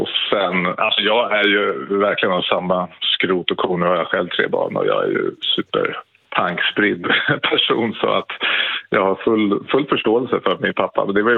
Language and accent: Swedish; Täby, Stockholm County, Sweden; Jo, men det här utspelar sig när jag var 18 år 1998 och bodde i Täby där jag växte upp.